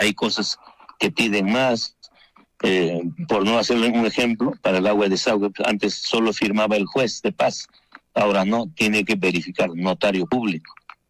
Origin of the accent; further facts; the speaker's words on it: Peru; yo soy peruano, tengo todo el derecho y el perfil de trabajar.